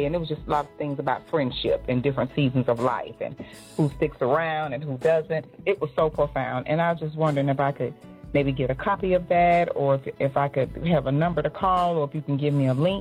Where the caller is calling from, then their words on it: Indianapolis, Indiana, United States; I'm from Indianapolis, Indiana, and I'm just listening at your radio show.